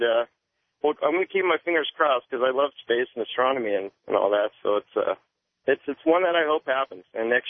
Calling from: Scottsdale, Arizona, United States; I'm in Scottsdale, Arizona.

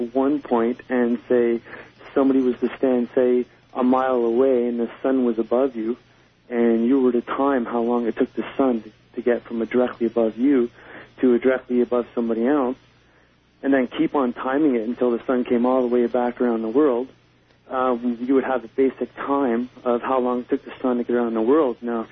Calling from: Oshawa, Ontario, Canada; I'm calling from Oshawa, Ontario, Canada.

